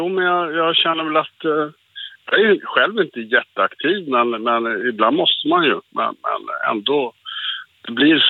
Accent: Stockholm, Stockholm County, Sweden; Jag är själv från Stockholm.

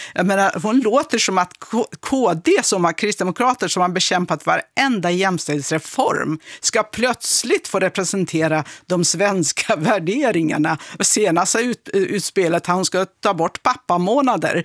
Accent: Sweden; Jag är muslim. Jag är svensk. Och jag utövar min religion

